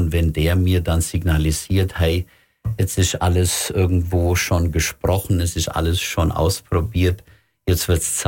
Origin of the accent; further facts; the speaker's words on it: Greisbach, Bavaria, Germany; Und meine Heimat ist ja ursprünglich in Nordschwaben, in Greisbach. Da leben meine Eltern, in Donauwörth meine Schwester mit Familie.